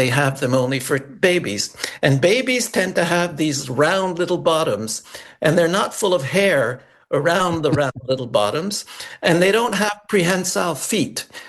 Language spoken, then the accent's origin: English; Montreal, Quebec, Canada; Yes, I grew up in Montreal.